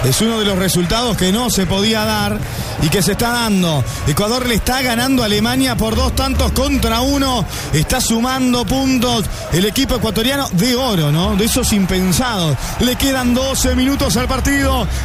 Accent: Uruguay

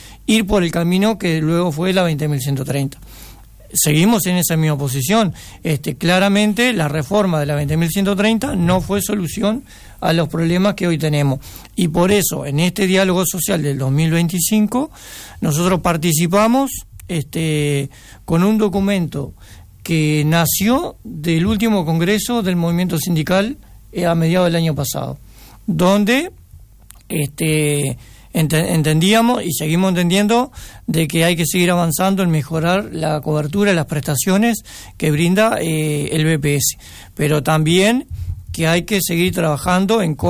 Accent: Soriano, Uruguay; Yo soy de Soriano y siempre pongo los mismos ejemplos. Yo soy de Soriano.

